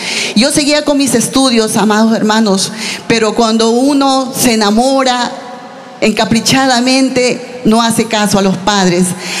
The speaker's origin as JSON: {"language": "Spanish", "region": "Lima", "country": "Peru", "tie": "born or raised there", "said": "Vengo de la ciudad de Lima también"}